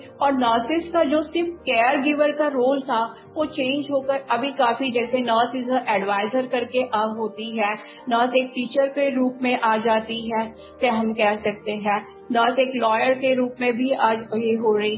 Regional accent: Mumbai, Maharashtra, India; तो मैं तो महाराष्ट्र मुंबई से बिलोंग करती हूँ

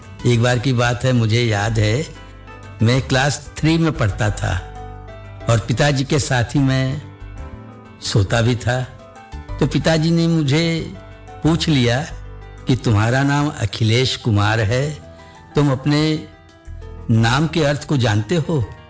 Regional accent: Mehnagar, Uttar Pradesh, India; वैसे मैं मूलतः आजमगढ़ जनपद के मेहनगर बाजार का रहने वाला था

